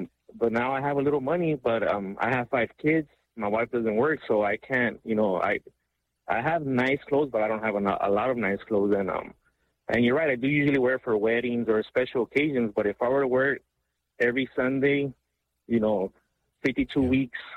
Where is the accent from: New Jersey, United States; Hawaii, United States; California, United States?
California, United States; Los Angeles; also born or lived in Mexico; So I grew up in Los Angeles, but originally from Mexico, and we grew up here without money.